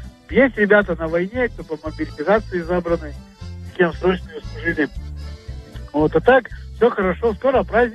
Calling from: Kirov, Kirov Oblast, Russia; Из Кирова.

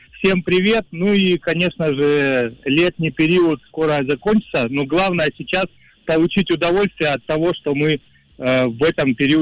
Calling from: Rostov-on-Don, Rostov Oblast, Russia; Я из Ростова дозвонился в Москву

